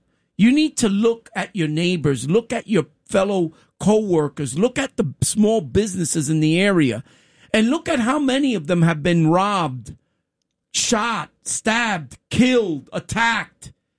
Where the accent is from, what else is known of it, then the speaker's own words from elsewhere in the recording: New York, United States; I come from the outer boroughs, from the inner city, from you know, hell growing up as a kid, okay?